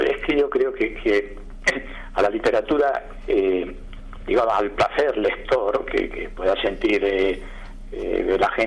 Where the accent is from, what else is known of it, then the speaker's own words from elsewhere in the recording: Extremadura, Spain; born there; also born or lived in Madrid; now in Plasencia, Spain; los pueblos de alrededor, de donde yo nací